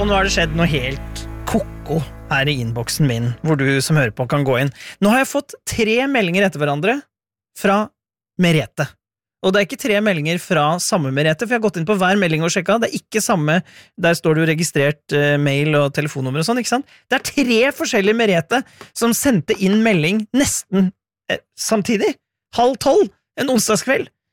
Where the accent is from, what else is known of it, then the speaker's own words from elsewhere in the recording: Innlandet, Norway; accent: Eastern Norwegian (østlandsk); moved away; jeg kommer fra Hedmarken og har egentlig innerst inne der Hedmarksdialekt